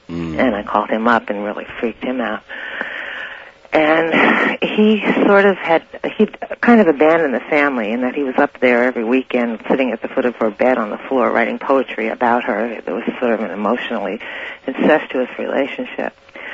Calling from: Santa Rosa, California, United States; I'm calling from Santa Rosa.

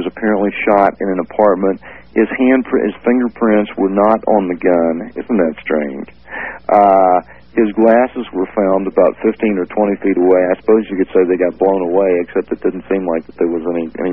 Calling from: California, United States; I'm calling from Central California on KYOS

